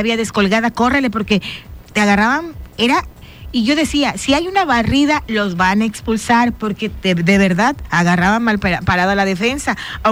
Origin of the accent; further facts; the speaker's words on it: Oaxaca, Mexico; Yo soy tica. No, soy oaxaqueña. Soy ismeña oaxaqueña.